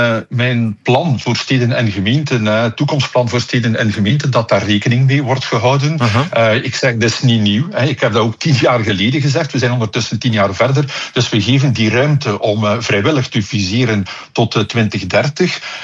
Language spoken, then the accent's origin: Dutch; Flanders, Belgium; Ik voel mij ook Velzekenaar, maar ik voel me ook Zottegemnaar. Ik voel me Vlaming, ik voel me Belg.